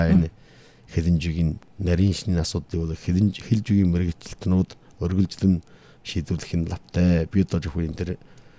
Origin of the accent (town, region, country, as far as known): Inner Mongolia, China